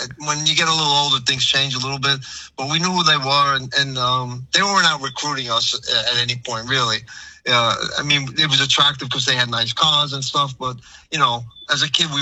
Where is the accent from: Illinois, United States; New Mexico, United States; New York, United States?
New York, United States; Brooklyn; So my neighborhood was a mixed neighborhood of Italians, Italian, Jewish, Irish, some Spanish.